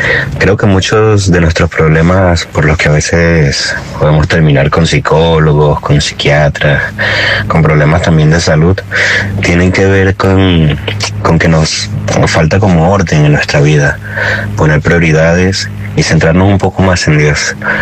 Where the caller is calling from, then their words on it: Venezuela; de Venezuela.